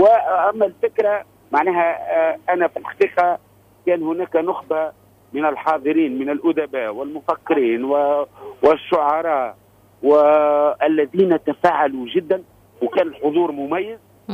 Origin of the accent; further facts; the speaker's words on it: Tunisia; وأنا باعتباري ولد الحومة ودرست في المدرسة وعندي تجربة كبيرة مع القدامى والجدد